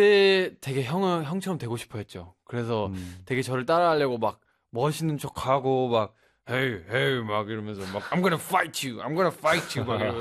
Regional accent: Australia; moved away; 호주 사람은 다할수 있는 개인기예요.

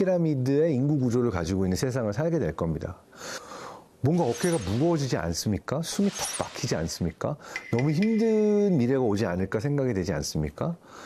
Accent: South Korea

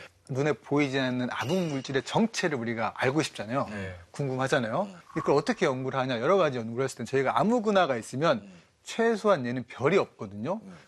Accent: Okgu County, North Jeolla, South Korea; moved away; 제 고향이 이제 전라북도 옥구군 대하면 네. 복결이거든요.

